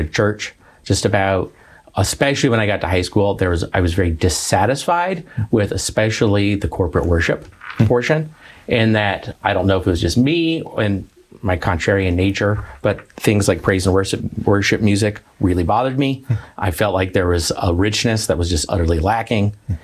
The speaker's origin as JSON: {"language": "English", "town": "Tucson", "region": "Arizona", "country": "United States", "tie": "born or raised there", "also_born_or_lived": "Santa Barbara, United States", "said": "Yeah, I grew up in Tucson, Arizona."}